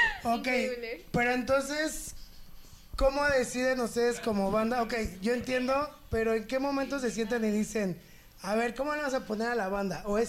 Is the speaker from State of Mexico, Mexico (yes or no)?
yes; Ecatepec, State of Mexico, Mexico; now in Mexico City, Mexico; vivir en Querétaro y luego llegar a CDMX, yo que vengo de Catepec